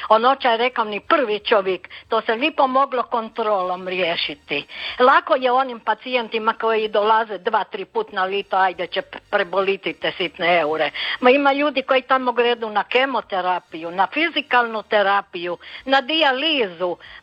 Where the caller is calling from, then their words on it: Croatia; jer ja sam sa Vidikovca.